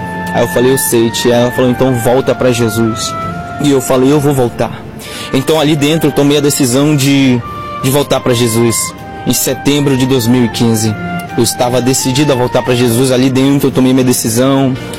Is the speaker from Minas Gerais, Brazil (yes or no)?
no; Manaus, Amazonas, Brazil; Tenho 28 anos de idade. Sou de Manaus, Amazonas.